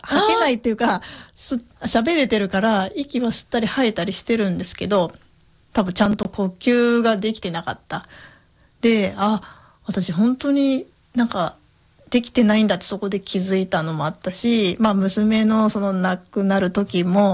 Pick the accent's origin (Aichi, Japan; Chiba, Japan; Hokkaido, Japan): Aichi, Japan; Nagoya; born there; moved away; たまたま最初名古屋の生まれた時は名古屋に住んでたので、